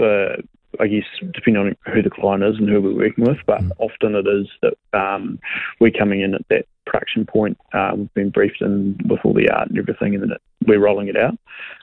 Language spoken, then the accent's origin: English; Australia; but being an Aussie. So there's two of us here in Melbourne.